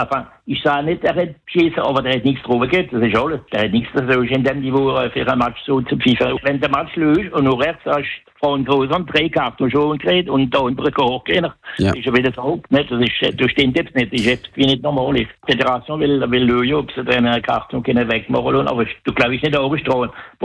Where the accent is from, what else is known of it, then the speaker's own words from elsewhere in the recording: Egypt; Ich bin Ägypter.